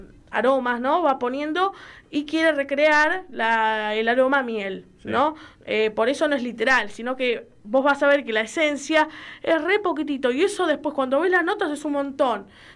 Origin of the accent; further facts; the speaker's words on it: Quilmes, Buenos Aires Province, Argentina; yo soy de Quilmes